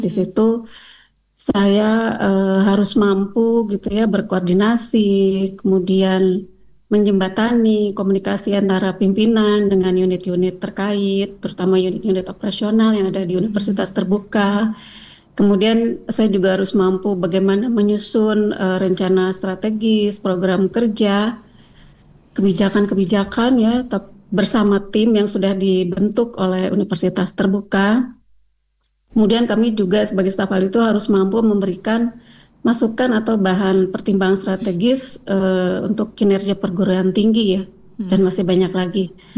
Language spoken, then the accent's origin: Indonesian; Indonesia; now in Majene, Indonesia; Saya asli Medan, Aceh.